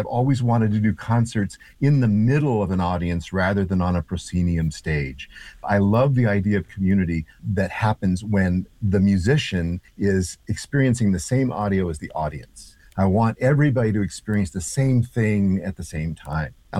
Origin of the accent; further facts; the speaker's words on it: New York, United States; moved away as an adult; now in North Adams, United States; And so I am a New Yorker through and through and through.